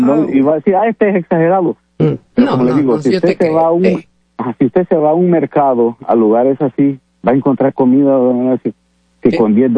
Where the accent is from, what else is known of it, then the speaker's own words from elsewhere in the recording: El Salvador; yo soy de El Salvador también